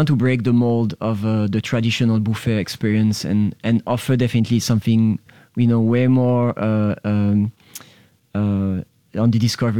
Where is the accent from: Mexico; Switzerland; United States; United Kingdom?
Switzerland; moved away; I'm originally from Switzerland